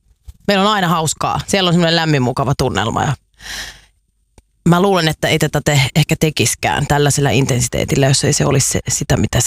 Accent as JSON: {"language": "Finnish", "town": "Kerava", "region": "Uusimaa", "country": "Finland", "said": "Me ollaan Keravalta, juh. Kyllä."}